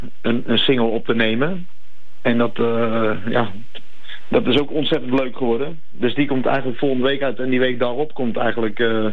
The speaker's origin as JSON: {"language": "Dutch", "region": "Utrecht", "country": "Netherlands", "said": "ik kom oorspronkelijk uit Utrecht. En daar heb ik ook heel veel collega's nog."}